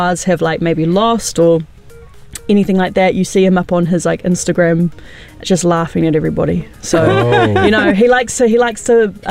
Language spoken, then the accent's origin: English; New Zealand; we are from Aotearoa, we are Indigenous